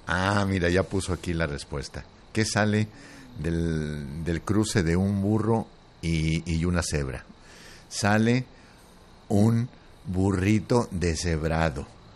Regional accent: Tlaltenango, Zacatecas, Mexico; born there; moved away; Cuando me voy por carretera de Zacatecas a mi pueblo, tienes que pasar Jerez, Huajúcar, Colotlán, Momax, Santa María, y luego ya llegas a Tlaltenango.

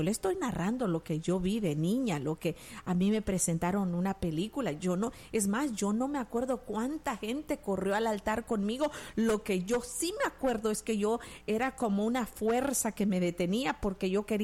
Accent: El Salvador; born there; en mi país, El Salvador

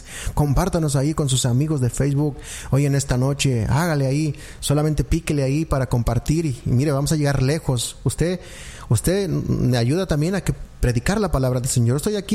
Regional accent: Puebla, Mexico; now in Houston, United States; Yo soy poblano

